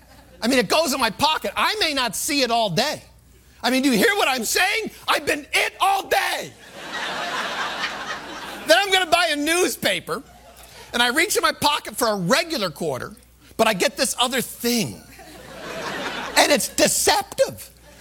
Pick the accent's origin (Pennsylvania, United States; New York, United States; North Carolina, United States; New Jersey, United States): New York, United States; now in New York City, United States; I'm a New Yorker, but I'm not from New York City. I'm from what I call New York Country, the rural western part of New York State. I'm from a small town just on the outskirts of a Walmart.